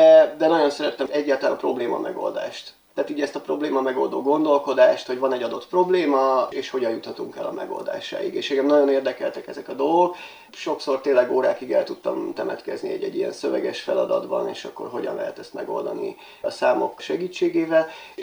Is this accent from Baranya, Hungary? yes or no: yes; Pécsvárad, Baranya, Hungary; moved away as an adult; also born or lived in Pécs / Szombathely; now in Luxor, Egypt; eredetileg én Pécsváradról származom, és Pécsen gimnáziumban történelem-matematika szakon végeztem